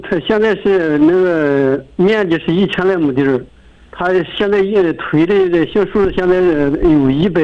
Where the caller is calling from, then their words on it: Inner Mongolia, China; 是我们市卡县级七桥镇的三家村的。